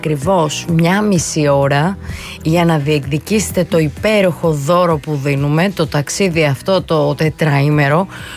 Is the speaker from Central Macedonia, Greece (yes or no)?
yes; Thessaloniki, Central Macedonia, Greece; moved away; στην πατρίδα μου, στην Θεσσαλονίκη μας, την όμορφη.